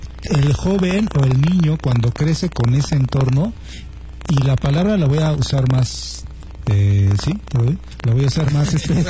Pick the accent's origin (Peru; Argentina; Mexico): Mexico; Ecatepec, State of Mexico; Somos de Catepec.